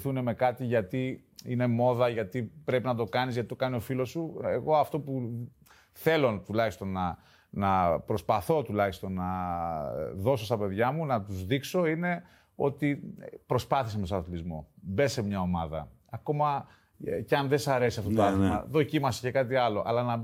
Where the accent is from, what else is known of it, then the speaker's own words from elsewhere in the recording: Athens, Attica, Greece; born there; Γεννήθηκα στην Αθήνα.